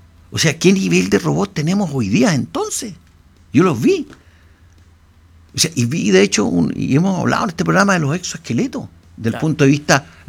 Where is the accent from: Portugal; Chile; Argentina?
Chile; como chileno, como ciudadano